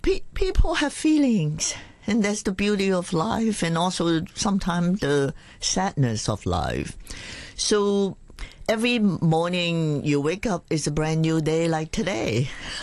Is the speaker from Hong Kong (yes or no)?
yes; Hong Kong; growing up in Hong Kong later on, I was ashamed to tell people where I live.